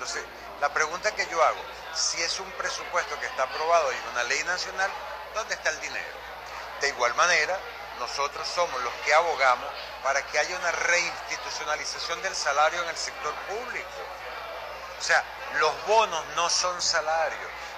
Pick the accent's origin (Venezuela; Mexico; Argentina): Venezuela; que entendamos que todos somos venezolanos.